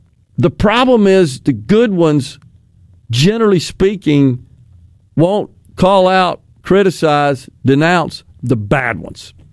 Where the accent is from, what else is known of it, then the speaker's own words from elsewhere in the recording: Mississippi, United States; I'm from Bolivar County.